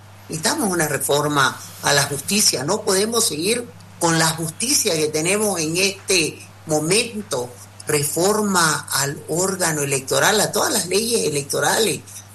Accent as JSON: {"language": "Spanish", "region": "Santa Cruz", "country": "Bolivia", "said": "porque también nosotros que somos de Santa Cruz hemos visto todos los casos escandalosos con el tema de corrupción"}